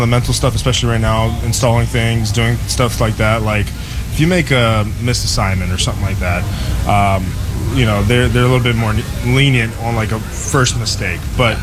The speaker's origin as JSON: {"language": "English", "region": "Texas", "country": "United States", "moved": "yes", "said": "We're from Texas"}